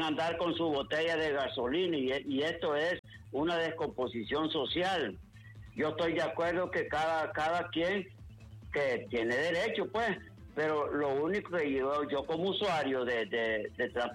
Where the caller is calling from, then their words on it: Tegucigalpa, Francisco Morazán, Honduras; yo vivo en Tegucigalpa, en la 21 de octubre